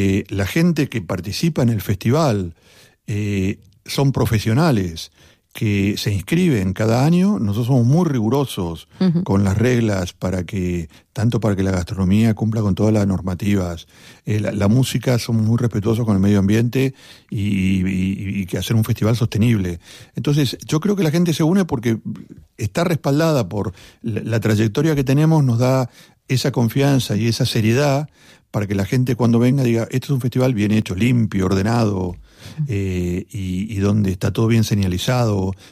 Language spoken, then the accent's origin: Spanish; Argentina; moved away as an adult; now in Spain